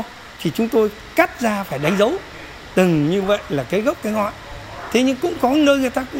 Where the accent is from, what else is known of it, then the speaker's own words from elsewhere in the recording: Vĩnh Phúc, Vietnam; Quê hương tôi ấy, thì thật ra nói về ngày xưa thì nghĩa là tung hoành đi thiên hạ để mưu sinh cuộc sống